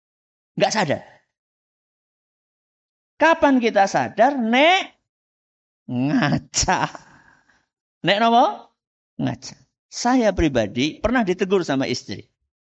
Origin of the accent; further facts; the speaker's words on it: Java, Indonesia; kalau kita orang Jawa ya